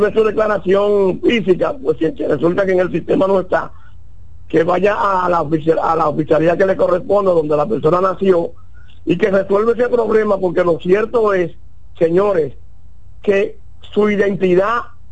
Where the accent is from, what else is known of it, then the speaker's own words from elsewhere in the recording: Cambita Garabitos, San Cristóbal, Dominican Republic; born there; moved away; Yo, yo nací en Cambita, Garabito, aquí, y saqué mi cédula para acá, cambié mi dirección.